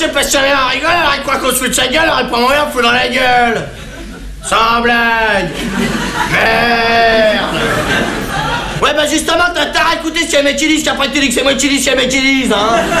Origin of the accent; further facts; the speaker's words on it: France; Les français, c'est des cons, ouais, ben, je suis bien blasé, hein, je suis français.